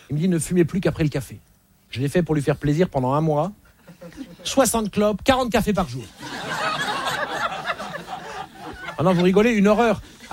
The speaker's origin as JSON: {"language": "French", "country": "Belgium", "said": "Un Français sur quatre, je m'en fous, je suis belge."}